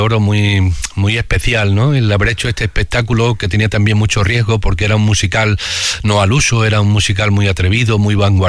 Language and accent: Spanish; Don Benito, Extremadura, Spain; born or raised there